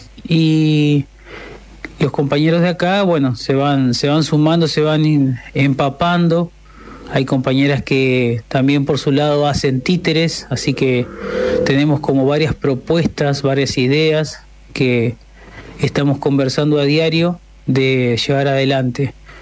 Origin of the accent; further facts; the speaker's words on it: Santa Elena, Entre Ríos, Argentina; de Santa Elena, Entre Ríos.